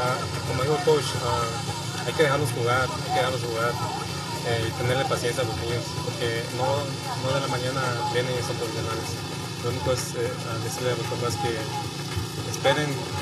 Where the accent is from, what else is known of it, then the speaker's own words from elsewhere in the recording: Guatemala; now in United States; Soy de Guatemala.